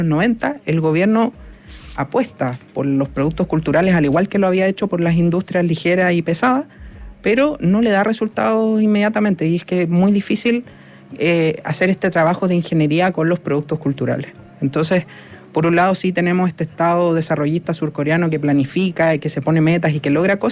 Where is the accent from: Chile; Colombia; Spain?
Chile; Santiago, Santiago Metropolitan Region; Yo crecí en Independencia, muy cerca del barrio Recoleta.